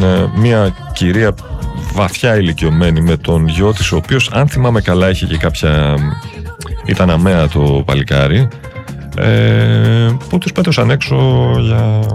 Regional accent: Volos, Thessaly, Greece; Θα το πω γιατί είναι, έχει να κάνει με την ιδιαίτερη πατρίδα μου

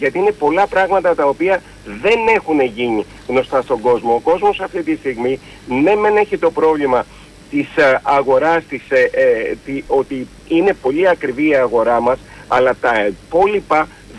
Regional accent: Peloponnese, Greece; έχω δουλέψει 15 χρόνια στον τόπο μου

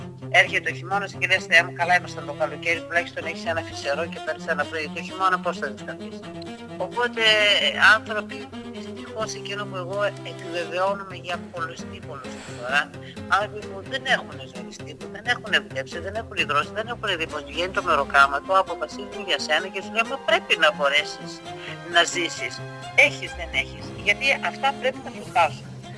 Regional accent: Greece; born there; παρότι γεννήθηκα στη Φλόρα.

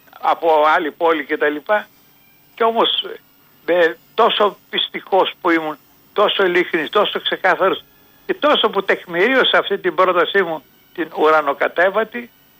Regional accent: Athens, Attica, Greece; εγώ είμαι Αθηναίος και μένω στην Αθήνα

